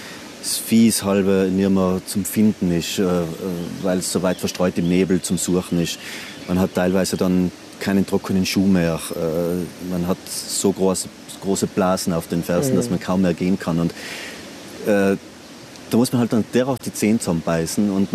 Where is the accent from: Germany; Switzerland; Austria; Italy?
Italy; Trentino-Alto Adige; die waren auch größeren Almen entweder in der Schweiz oder bei uns in Südtirol